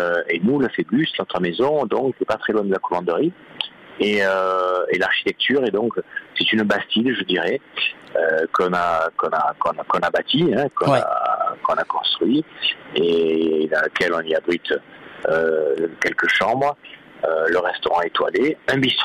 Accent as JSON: {"language": "French", "town": "Marseille", "region": "Provence-Alpes-Côte d'Azur", "country": "France", "tie": "born there", "said": "Moi, je suis né à Marseille."}